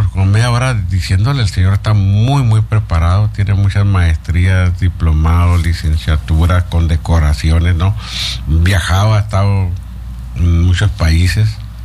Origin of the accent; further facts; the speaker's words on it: Mexico; nosotros como mexicanos